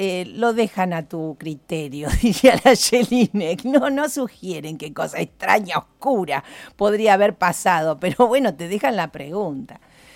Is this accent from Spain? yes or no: no; Santa Fe, Argentina; nosotros como ciudadanos santafesinos, con nuestros impuestos santafesinos